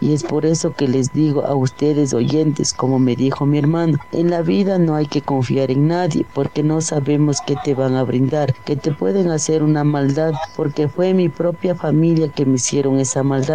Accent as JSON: {"language": "Spanish", "town": "Calpi", "region": "Chimborazo", "country": "Ecuador", "said": "soy de Calpi, tengo 26 años y quiero dar mi testimonio."}